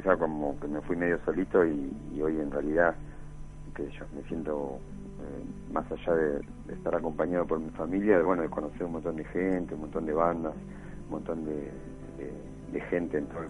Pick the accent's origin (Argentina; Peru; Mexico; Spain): Argentina; Bernal, Buenos Aires Province; moved away as an adult; also born or lived in Avellaneda; now in Buenos Aires, Argentina; yo me crié en Bernal. Sí. Fui al normal de Quilmes. Ajá. Desde el jardín hasta el secundario.